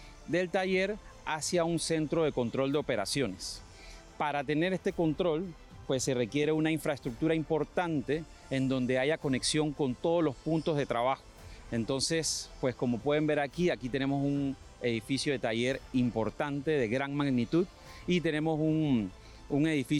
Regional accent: Panama; yo como panameño sí puedo decir que la ejecución de las líneas 1, la línea 2 y ahora la línea 3 ha dejado en Panamá un conocimiento en la población importante

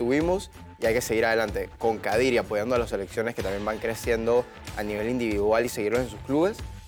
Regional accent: Panama; Creo que es parte ya de lo que somos como panameños

